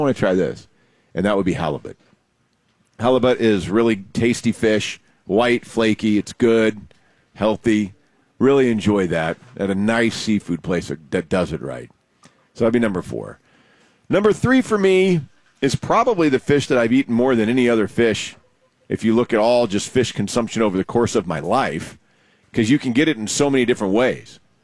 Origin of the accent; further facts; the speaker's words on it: Texas, United States; now in California, United States; growing up in Texas, we've all had a gazillion times.